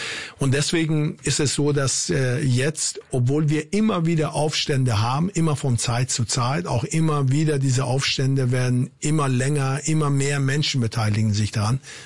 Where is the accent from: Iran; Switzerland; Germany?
Iran; moved away; Wir waren in der Vergangenheit als Iraner im Ausland